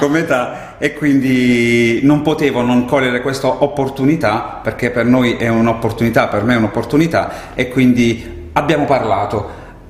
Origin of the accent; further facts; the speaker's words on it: Taranto, Apulia, Italy; Io sono un tarantino doc di generazioni, di tante generazioni.